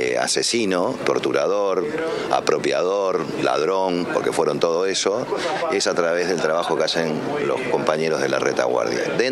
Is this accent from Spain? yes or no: no; Uruguay